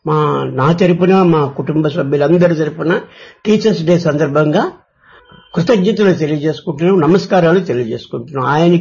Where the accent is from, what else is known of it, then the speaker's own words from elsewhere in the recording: Anakapalli, Andhra Pradesh, India; also born or lived in Vizianagaram; నేను విజయనగరం నుంచి వచ్చాను, ఆర్టీసీలో పనిచేస్తూ రిటైర్ అయ్యాను. మాది నేటివ్ ప్లేస్ అనకాపల్లి.